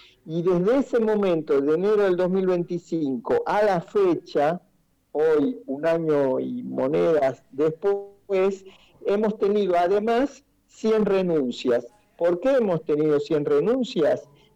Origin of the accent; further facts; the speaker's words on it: Argentina; Rompe con esa equidad como argentinos